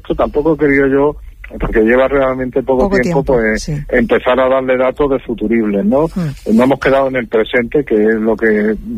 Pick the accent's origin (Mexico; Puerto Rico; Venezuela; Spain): Spain; Málaga, Andalusia; Y yo soy malagueño